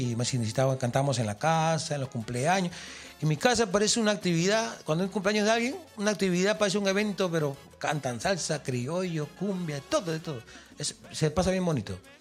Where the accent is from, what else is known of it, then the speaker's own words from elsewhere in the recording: Lima, Peru; Yo soy de Lima. Yo soy del barrio del Agustino, sí.